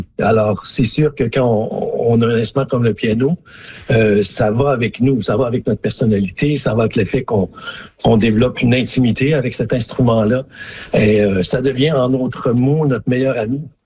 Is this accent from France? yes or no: no; Smooth Rock Falls, Ontario, Canada; J'ai des très bons souvenirs de ma présence, de mon enfance dans le Nord. Et oui, ce pont-là, c'est un pont emblématique. Le pont à Smoothwork Falls, il y en a pas plusieurs comme ça en Ontario ou au Canada.